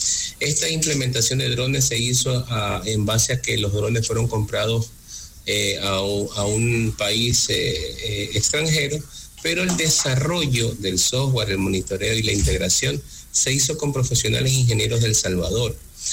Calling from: Ecuador

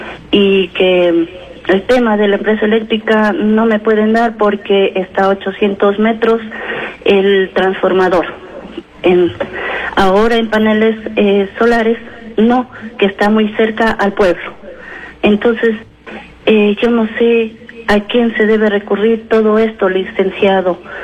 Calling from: Ecuador; Creo que como ecuatorianos tenemos derecho al buen vivir

